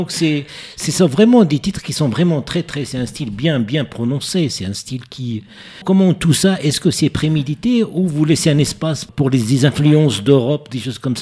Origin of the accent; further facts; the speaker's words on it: Casablanca, Casablanca-Settat, Morocco; born there; Bien sûr, c'est ma ville natale également.